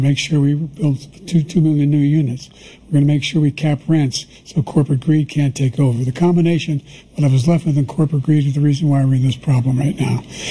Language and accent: English; Scranton, Pennsylvania, United States; I come from Scranton, Pennsylvania.